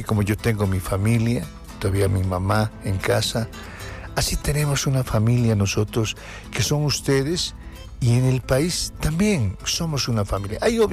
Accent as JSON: {"language": "Spanish", "country": "Bolivia"}